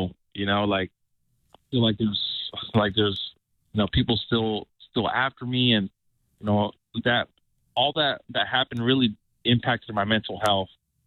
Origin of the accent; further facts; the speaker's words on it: California, United States; moved away as an adult; I had to leave my hometown. I left my hometown. I moved three states away. I moved from California to Mississippi, you know, just trying to be safe.